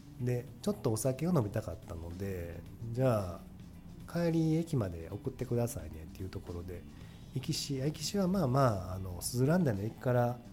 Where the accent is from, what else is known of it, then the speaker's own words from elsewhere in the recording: Kobe, Hyogo, Japan; also born or lived in Akashi; 生まれも育ちも私、神戸、プラスちょっと明石なんですけども